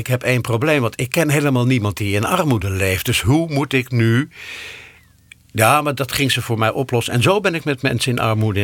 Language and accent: Dutch; North Holland, Netherlands; born there; Ik ben geboren in het Gooi.